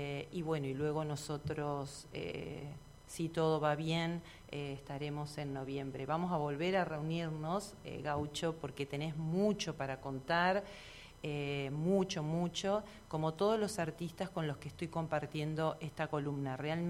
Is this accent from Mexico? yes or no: no; Argentina; somos todos de aquí, de Cipolletti, Neuquén, podamos viajar, y que no somos de Buenos Aires, sino que de la Patagonia